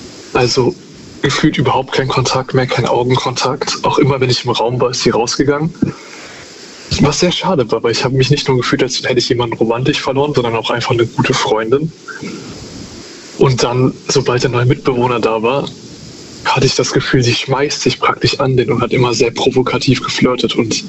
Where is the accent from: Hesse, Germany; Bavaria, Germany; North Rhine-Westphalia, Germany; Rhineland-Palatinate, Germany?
North Rhine-Westphalia, Germany; Cologne; ich komme aus Köln.